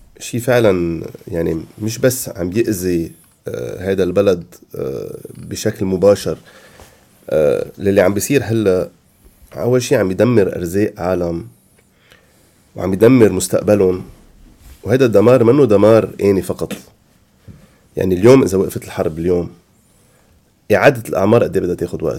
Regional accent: Lebanon; انا اليوم كسروان كتر خير الله ما انا مضروبه، انا لبناني،

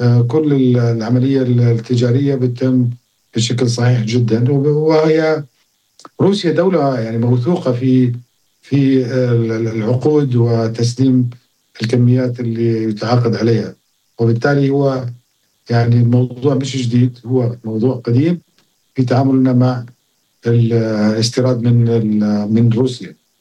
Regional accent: Jordan

